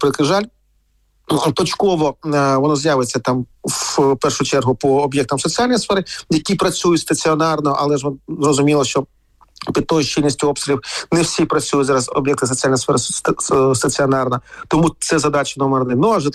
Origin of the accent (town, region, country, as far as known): Kharkiv, Kharkiv Oblast, Ukraine; born or raised there